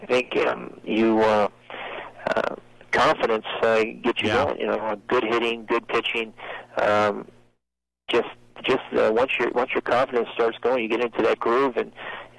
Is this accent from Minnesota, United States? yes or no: no; Chicago Heights, Illinois, United States; born there; now in Los Angeles, United States; I was born in Chicago Heights, and in the late 60s, I loved all the Cubs.